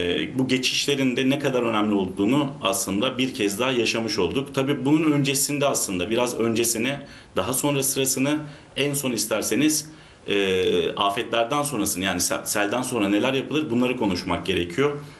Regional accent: Istanbul, Turkey; Trafikte ciddi saat ve zaman harcıyoruz biz İstanbullular olarak.

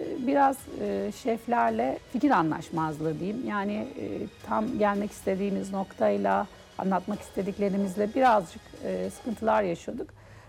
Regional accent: Istanbul, Turkey; 4 kardeşin ilk kız çocuğuyum. Çocukluğum İstanbul Fatih'te geçti. Annem babam İstanbullu. Tabii Fatih'te büyümenin çok büyük avantajları vardı.

